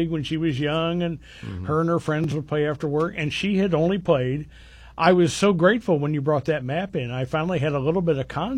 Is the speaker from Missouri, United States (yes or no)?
no; Springfield, Illinois, United States; You and I grew up in the Bunn Park neighborhood.